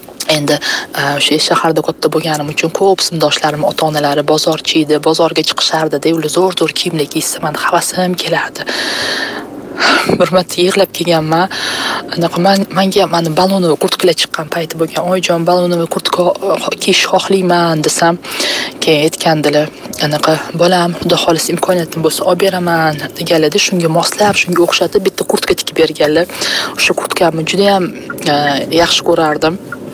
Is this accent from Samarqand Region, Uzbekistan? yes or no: no; Tashkent, Uzbekistan; Chorsuda ish shaharda katta bo'lganman